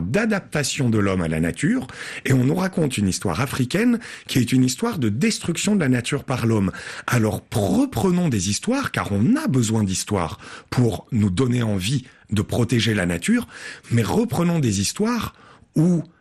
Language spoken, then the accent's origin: French; France; Moi, je suis originaire des Cévennes.